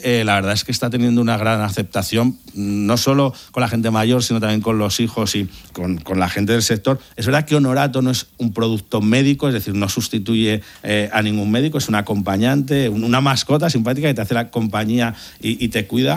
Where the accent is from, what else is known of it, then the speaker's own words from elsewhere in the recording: Zaragoza, Aragon, Spain; yo en la mía, en Siche, somos de Zaragoza, pero vivimos ahí